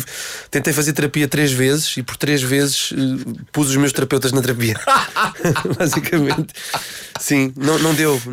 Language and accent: Portuguese; Coimbra, Centre, Portugal; porque foi a minha infância tardia e a minha adolescência foram passadas em Coimbra, que é incrível.